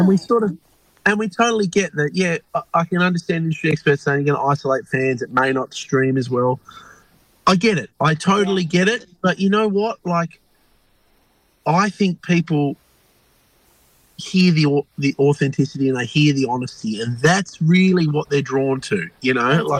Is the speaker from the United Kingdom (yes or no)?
no; Australia; we are Aussie blokes.